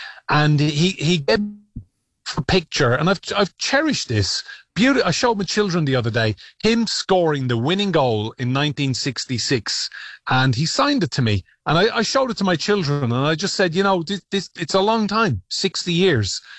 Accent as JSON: {"language": "English", "country": "Ireland", "said": "Dubhling, Dove means black in our language."}